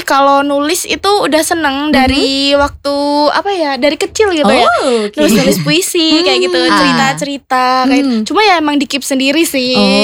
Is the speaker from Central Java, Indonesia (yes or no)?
yes; Klaten, Central Java, Indonesia; now in Purwokerto, Indonesia; Aslinya Klaten.